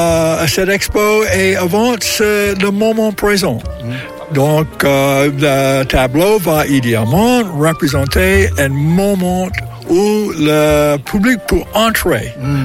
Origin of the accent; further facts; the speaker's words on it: Ontario, Canada; French is a second language; now in France; Je suis venu de la France, de la province de l'Ontario, dans le Canada. Une partie du Canada très anglophone. Et dans notre village, personne n'a parlé en français. Donc j'ai appris le français ici.